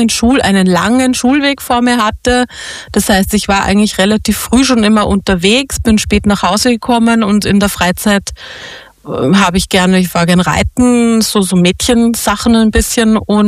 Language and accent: German; Bavaria, Germany; moved away; In Deutschland. Ich komme aus Deutschland. Südliches Bayern, also schon fast Grenzgebiet.